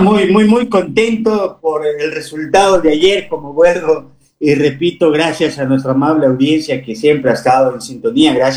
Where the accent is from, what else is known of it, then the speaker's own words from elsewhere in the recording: Ecuador; unirnos más como ecuatorianos